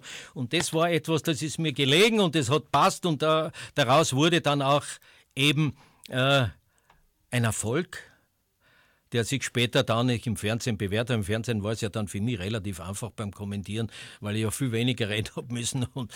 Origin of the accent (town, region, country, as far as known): Styria, Austria; accent: Styrian dialect